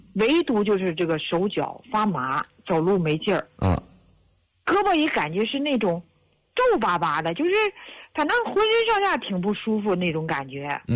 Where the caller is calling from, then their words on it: Shijiazhuang, Hebei, China; 啊，李老师你好，我是石家庄的一名退休老师